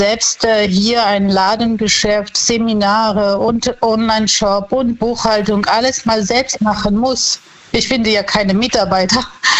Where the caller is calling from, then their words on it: Wissembourg, Grand Est, France; Ich bin in Wissenburg.